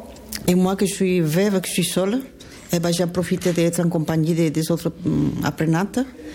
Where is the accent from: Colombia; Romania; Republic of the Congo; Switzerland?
Colombia; French is a second language; now in France; ça fait 43 ans que je suis en France. Je suis de Colombie.